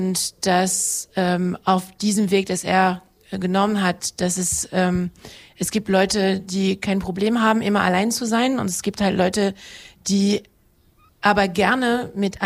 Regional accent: West Germany, Germany; now in Halberstadt, Germany; Ich bin halt Deutsche, meine Familie kommt aus dem Westen. Die haben auch geguckt, als ich gesagt habe, so, ich habe einen Job gefunden in Halberstadt, in Sachsen-Anhalt, und ich gehe dahin.

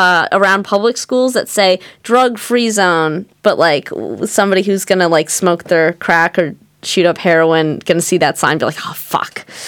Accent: California, United States; I'm from the San Francisco area, and I think I'm just like used to seeing messed up shit and just like pretending I didn't see it

